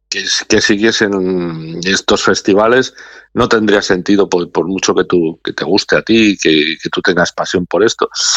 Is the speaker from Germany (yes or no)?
no; Peñaranda de Bracamonte, Castile and León, Spain; born there; now in Zamora, Spain; Porque cuando Zamorano soy de adopción y obviamente, como digo, ciudadano del mundo. Pero yo nací en Peñaranda de Bracamonte.